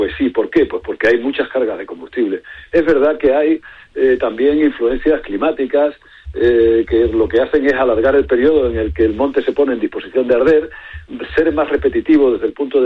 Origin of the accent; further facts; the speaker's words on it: Cáceres, Extremadura, Spain; a los de mi tierra en Cáceres